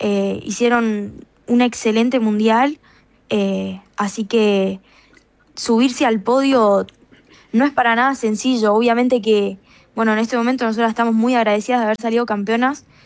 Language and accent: Spanish; Argentina; nosotros como argentinos